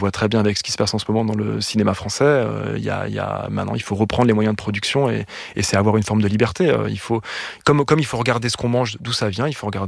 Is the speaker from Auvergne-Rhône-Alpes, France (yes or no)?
yes; Lyon, Auvergne-Rhône-Alpes, France; Moi, j'ai grandi à Lyon